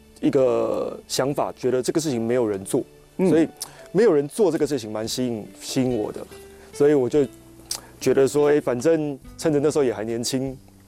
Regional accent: Taiwan; 我们台湾人就是做什么都在吃啊

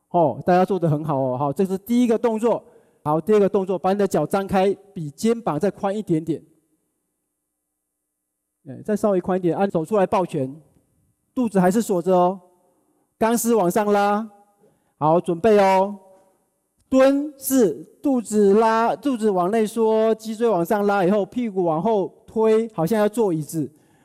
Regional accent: Hualien, Hualien County, Taiwan; 我自己是一个花莲人啊，从小在花莲长大。

